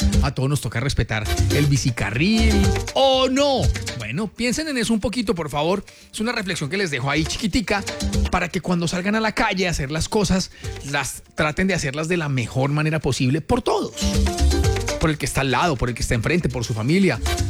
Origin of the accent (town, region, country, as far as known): Colombia